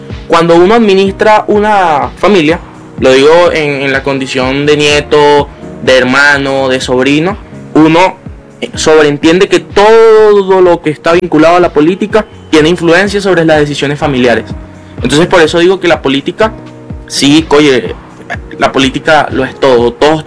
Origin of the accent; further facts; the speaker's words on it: Baruta, Miranda, Venezuela; Soy un joven venezolano. Soy un chamo de Hoyo de la Puerta. Eso queda ubicado en el municipio de Baruta, estado Miranda.